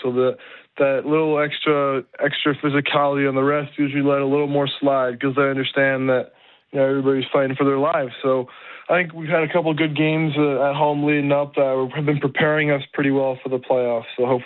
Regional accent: Winnipeg, Manitoba, Canada; my hometown

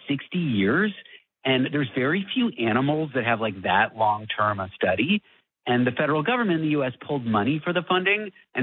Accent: Toronto, Ontario, Canada; I'm from Toronto.

